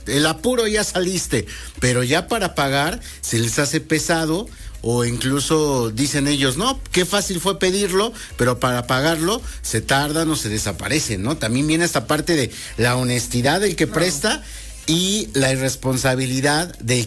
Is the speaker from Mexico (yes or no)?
yes; Mexico